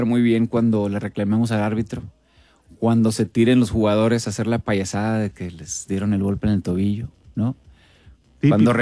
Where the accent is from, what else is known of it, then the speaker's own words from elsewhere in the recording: Monterrey, Nuevo León, Mexico; now in San Pedro Garza García, Mexico; Híjole, pues es Monterrey Centro. Crecí entre las Mitras. Y luego ya me hice San Petrino.